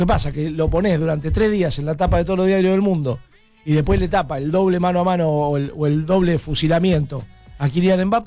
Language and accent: Spanish; Argentina